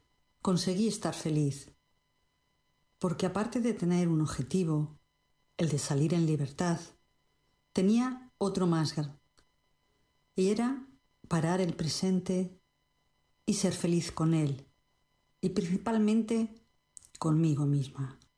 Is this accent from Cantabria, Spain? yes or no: yes; Cantabria, Spain; now in Canary Islands, Spain; de Cantabria para Canarias y de Canarias para el mundo.